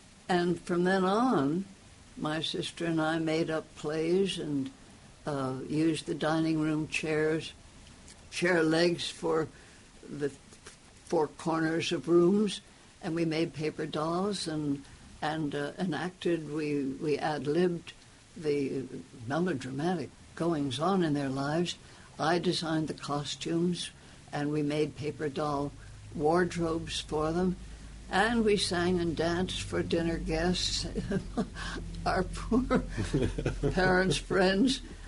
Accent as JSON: {"language": "English", "town": "New York City", "region": "New York", "country": "United States", "tie": "born or raised there", "said": "I grew up in New York City, a few dozen blocks from Broadway, but it was also Depression years, my childhood and early teens"}